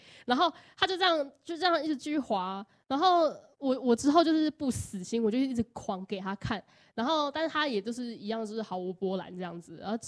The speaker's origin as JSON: {"language": "Chinese", "town": "Hsinchu", "country": "Taiwan", "said": "因为我不是住在南部的嘛，我是新竹人"}